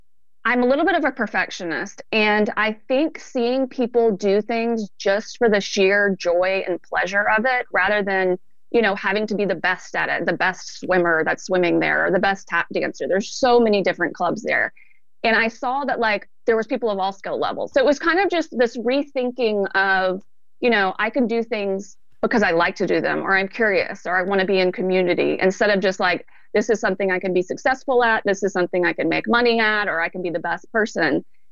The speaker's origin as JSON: {"language": "English", "region": "South Carolina", "country": "United States", "lives_now": "Georgia, United States", "said": "And I'm from South Carolina. I live in Georgia. I'm used to lush green. I'm used to brick houses."}